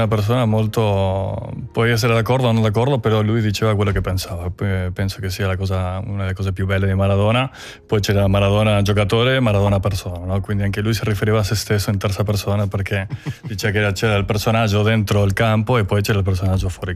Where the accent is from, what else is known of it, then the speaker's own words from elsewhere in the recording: Argentina; Italian is a second language; moved away; also born or lived in Uruguay; Sono nato in Uruguay, però ho cresciuto ai 3 anni ci siamo spostati in Argentina